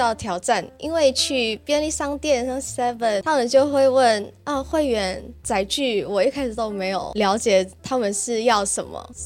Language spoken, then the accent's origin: Chinese; Indonesia; now in Taiwan; 来自印尼我在台湾已经4年了然后现在在台湾工作当活动企划跟翻译